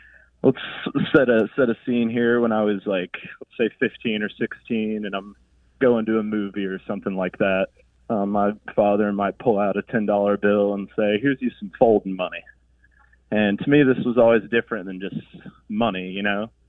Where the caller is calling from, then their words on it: Nashville, Tennessee, United States; I'm calling from Nashville, Tennessee.